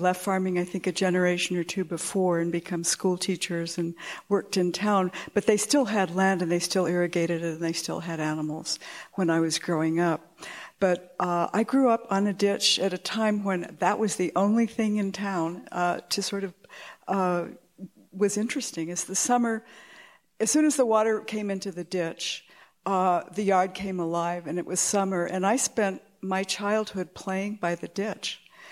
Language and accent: English; Taos, New Mexico, United States; When I was growing up in Taos, I grew up about a block or two north, what would be a block or two north of the plaza, and the entire neighborhood was a latticework of acequias that no longer exists.